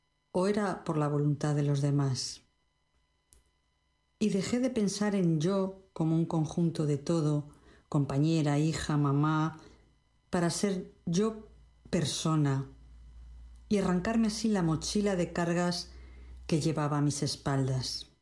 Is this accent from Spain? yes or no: yes; Cantabria, Spain; now in Canary Islands, Spain; de Cantabria para Canarias y de Canarias para el mundo.